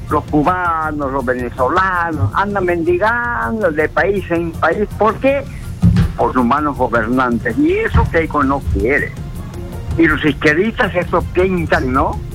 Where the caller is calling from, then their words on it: Barranca, Lima, Peru; De Barranca.